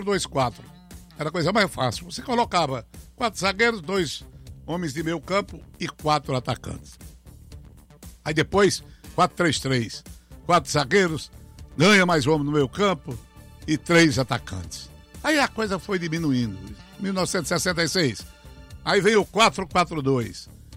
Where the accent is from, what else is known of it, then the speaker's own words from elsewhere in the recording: Ceará, Brazil; Nós somos do Ceará e nós temos o nosso jeito de falar, o nosso jeito de ser. Nós temos os nossos comeres, os nossos saberes, os nossos beberes.